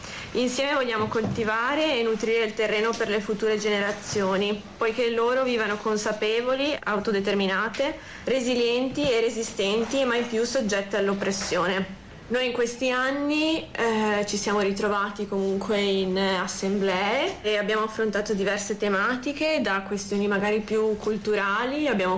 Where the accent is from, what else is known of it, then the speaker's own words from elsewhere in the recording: Padua, Veneto, Italy; Io ad esempio sono di Padova